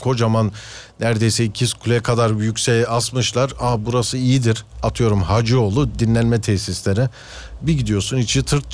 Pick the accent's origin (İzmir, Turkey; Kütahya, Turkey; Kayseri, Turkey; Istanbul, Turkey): Kayseri, Turkey; Bursa'dan Uşak'a geçtik, Uşak'tan ise Antalya'ya. Sonrasında